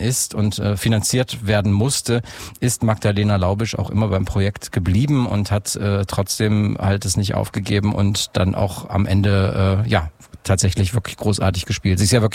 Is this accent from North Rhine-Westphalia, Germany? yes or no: yes; Aachen, North Rhine-Westphalia, Germany; Also in Aachen spricht man auch so, deswegen kenne ich das ganz gut, da bin ich aufgewachsen tatsächlich in der Ecke.